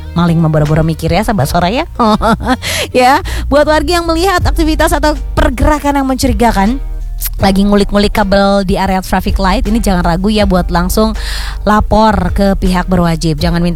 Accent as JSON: {"language": "Indonesian", "town": "Bandung", "region": "West Java", "country": "Indonesia", "said": "sebagai warga Kota Bandung"}